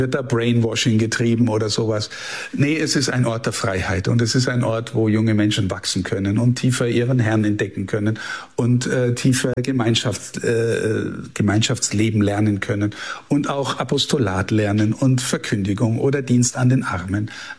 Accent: Amberg, Bavaria, Germany; born there; now in Passau, Germany; ich bin in Amberg in der Oberpfalz geboren. Und wo bin ich geboren? Im Marienkrankenhaus. Und wo ist es? Unter dem Maria-Hilfberg in Amberg.

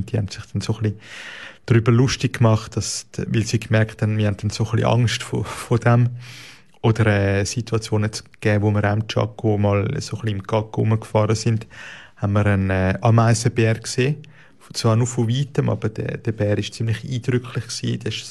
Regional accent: Switzerland; wo eigentlich wie bei uns in der Schweiz nicht gross unterscheidet, wo sehr ähnlich ist

